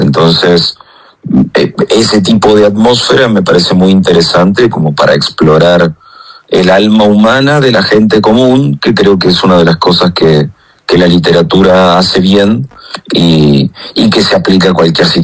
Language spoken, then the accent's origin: Spanish; Argentina